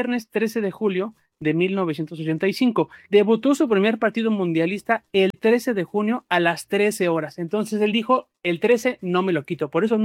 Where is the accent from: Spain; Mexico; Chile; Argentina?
Mexico; Hay muchas formas que tenemos los mexicanos de demostrar nuestros sentimientos porque somos muy creativos.